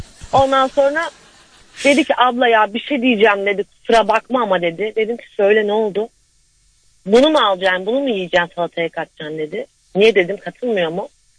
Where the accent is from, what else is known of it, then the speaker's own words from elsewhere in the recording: Kars, Turkey; Karslıyım bu arada. Daha önce de aramıştım ama.